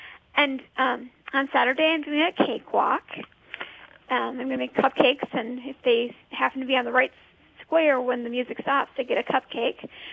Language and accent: English; Minnesota, United States; now in North Dakota, United States; I'm from Minnesota